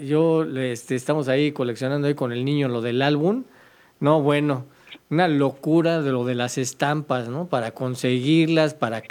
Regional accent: Mexico; somos mexicanos

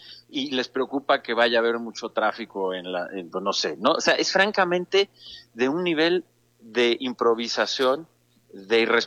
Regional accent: Mexico; yo sigo sorprendido e indignado como mexicano y como padre de familia.

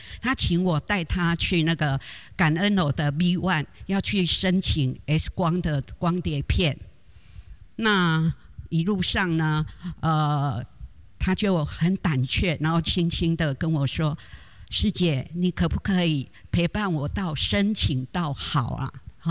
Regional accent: Changhua County, Taiwan; 我是从彰化来的慈济志工，我对花莲医院呢也不是很熟悉

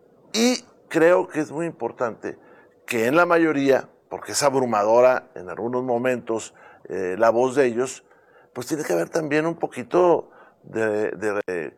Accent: Saltillo, Coahuila, Mexico; moved away; Yo soy de Saltillo.

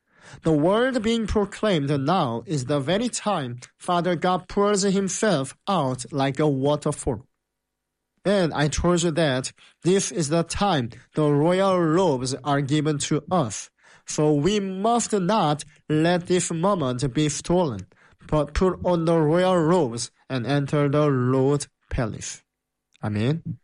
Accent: South Korea; I am the missionary from South Korea.

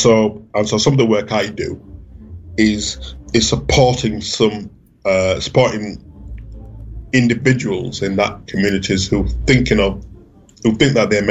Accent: Bradford, Yorkshire and the Humber, United Kingdom; So the church I grew up in Bradford, we were one of only two black families in a very large, on the whole, fairly wealthy and white congregation.

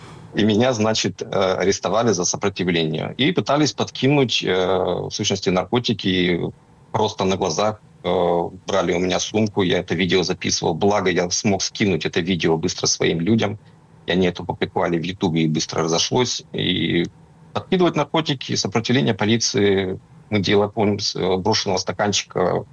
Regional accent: Murmansk Oblast, Russia

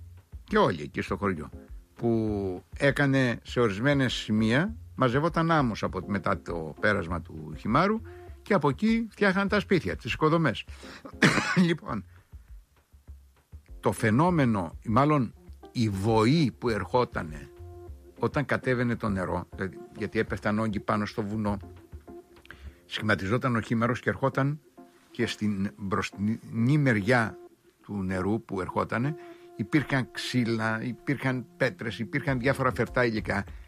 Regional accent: Crete, Greece; moved away; από το χωριό μου δίπλα περνάει το ποτάμι που καταλήγει στον κάμπο και πλημμυρίζει στο οροπέδιο.

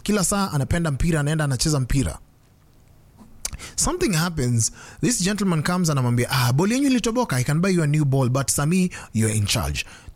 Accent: Nairobi, Kenya; when I grew up in Kawangware

